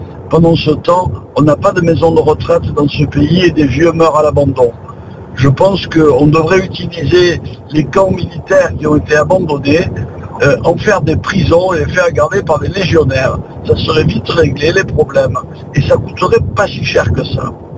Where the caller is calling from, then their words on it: Arles, Provence-Alpes-Côte d'Azur, France; j'appelle d'Arles.